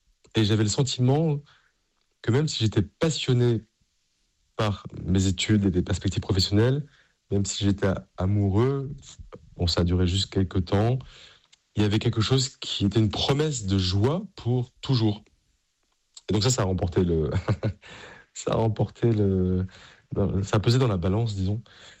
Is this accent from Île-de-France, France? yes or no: yes; Paris, Île-de-France, France; là où j'ai grandi, la paroisse Saint-Médard en bas de la rue Mouffetard à Paris, qui m'a accompagné pendant ces années d'étudiant.